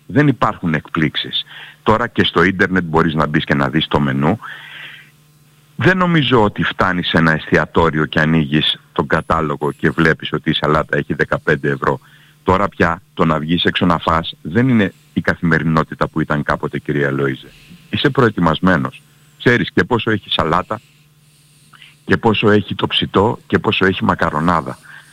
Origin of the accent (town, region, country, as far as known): Greece